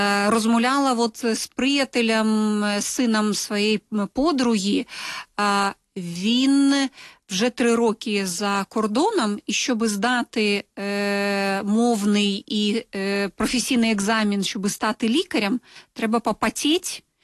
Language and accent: Ukrainian; Belarus; Ми вже розуміємо, що ми білоруси. І я, як приклад людини, якою виховували в радянські часи, не виховували як білоруса.